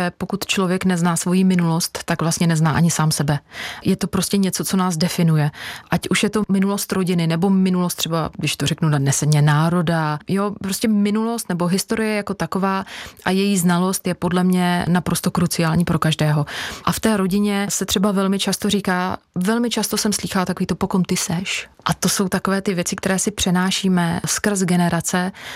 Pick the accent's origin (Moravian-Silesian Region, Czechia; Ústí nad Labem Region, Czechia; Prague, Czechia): Ústí nad Labem Region, Czechia; Teplice; born there; also born or lived in Brno; now in Unhošť, Czech Republic; Já jsem se narodila v Teplicích, pak jsem studovala v Brně a nakonec jsem zakotvila v Unhoště. Jsem tam nějakých, tuším, 16 let.